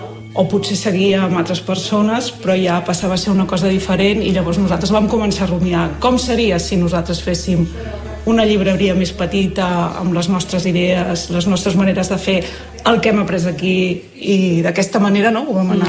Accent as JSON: {"language": "Catalan", "town": "Sabadell", "region": "Catalonia", "country": "Spain", "moved": "yes", "lives_now": "Tarragona, Spain", "said": "Jo soc de Sabadell."}